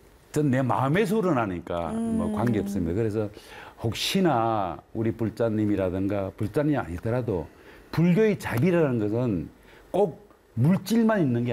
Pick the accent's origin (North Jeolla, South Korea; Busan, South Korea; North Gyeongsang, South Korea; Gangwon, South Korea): North Gyeongsang, South Korea; Sangju; 제가 그 고향이 상주인데요. 예. … 그래서 처음에 서울에서 고등학교를 졸업하고